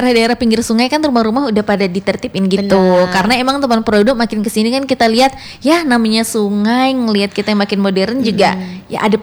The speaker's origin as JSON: {"language": "Indonesian", "area": "Kutai Barat", "region": "East Kalimantan", "country": "Indonesia", "moved": "yes", "lives_now": "Samarinda, Indonesia", "said": "aku aslinya bukan orang Samarinda sebenarnya. Jadi sampai tahun sekitar 2014 itu tuh aku tinggalnya di Kubar"}